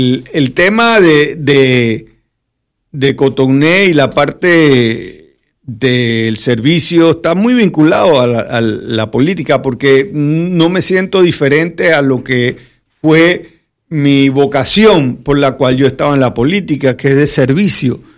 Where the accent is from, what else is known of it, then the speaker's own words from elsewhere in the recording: Panama; nuestra calidad de personas como panameños